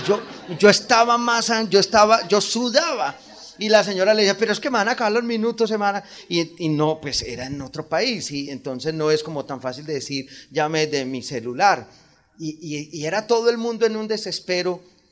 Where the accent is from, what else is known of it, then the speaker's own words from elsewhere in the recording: Antioquia, Colombia; Como los antioqueños todos creemos que todavía vivimos al lado del río y gritamos, sobre todo algunos.